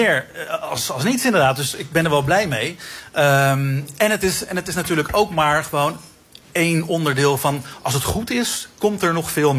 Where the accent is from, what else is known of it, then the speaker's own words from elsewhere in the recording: North Brabant, Netherlands; born there; now in Gouda, Netherlands; Ik ben geboren in Brabant